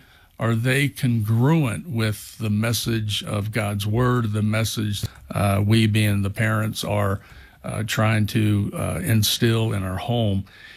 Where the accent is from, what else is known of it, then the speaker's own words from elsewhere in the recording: United States; just as an American